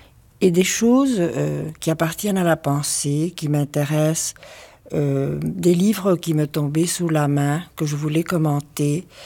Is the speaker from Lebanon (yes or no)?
no; Argentina; French is a second language; lorsque je suis arrivée d'Argentine, je considère que j'appartiens au Río de la Plata, qui est ce fleuve qui sépare l'Uruguay de l'Argentine. D'un côté, c'est le pays de ma mère, de l'autre côté, c'est le pays de mon père